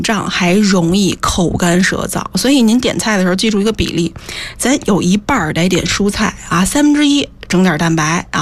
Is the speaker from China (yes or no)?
yes; Northeast China, China; accent: Northeastern Mandarin (东北话); 我们说东北话一句话就是说很呆呆的